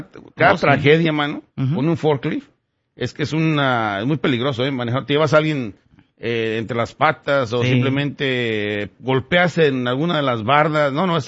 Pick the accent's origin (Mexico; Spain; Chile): Mexico; soy de San Luis.